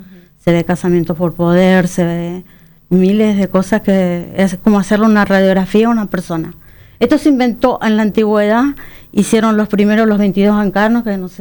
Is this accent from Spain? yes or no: no; Argentina; now in Luque, Paraguay; yo soy argentina justamente, allá no se practica tanto el San Juan